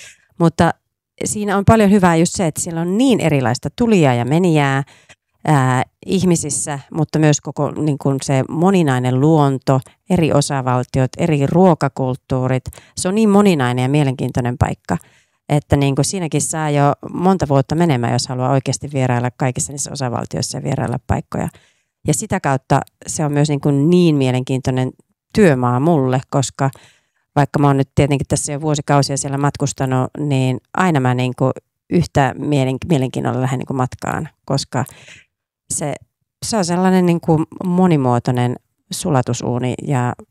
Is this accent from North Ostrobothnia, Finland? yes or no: yes; Oulu, North Ostrobothnia, Finland; Kotikaupunkini oululaisille.